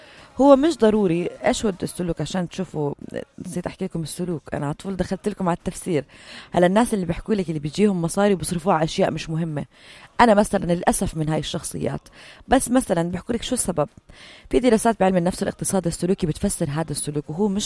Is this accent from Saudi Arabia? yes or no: no; Jordan; عندنا بالأردن